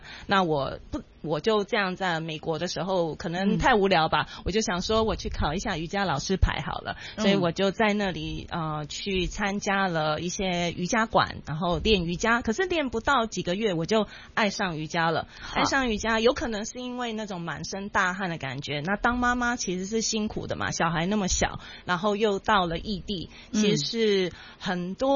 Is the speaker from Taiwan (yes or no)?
yes; Taiwan; moved away as an adult; now in Hong Kong; 那台湾其实是悠闲一点，缓慢一点，尤其是在我小时候的成长环境，就是比较悠闲，比较缓慢，空间比较大。